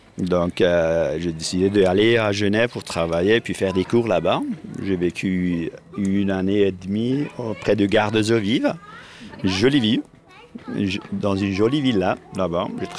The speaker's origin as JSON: {"language": "French", "region": "Kurdistan", "country": "Turkey", "tie": "born or raised there", "second_language": "French", "moved": "yes", "lives_now": "Switzerland", "said": "Je suis né, puis vécu en Kurdistan, en Turquie, puis venu ici avec mes saisons. Je ne peux parler aucun langue d'ici."}